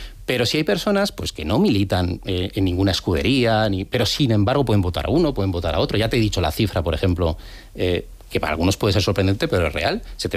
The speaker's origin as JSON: {"language": "Spanish", "town": "San Sebastián", "region": "Basque Country", "country": "Spain", "lives_now": "Madrid, Spain", "said": "yo cuando llegué de Donosti a Madrid"}